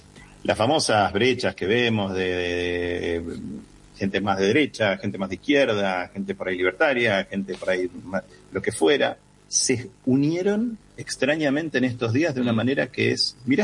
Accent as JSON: {"language": "Spanish", "country": "Argentina", "said": "Es la primera vez en mi vida que digo que soy argentino y que escucho esos vacíos elocuentes."}